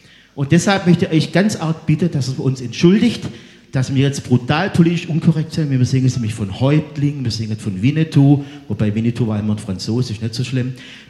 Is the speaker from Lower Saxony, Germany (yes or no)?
no; Sulzbach, Baden-Württemberg, Germany; Und jetzt gehen wir nach Sulzbach, wo ich aufgewachsen bin.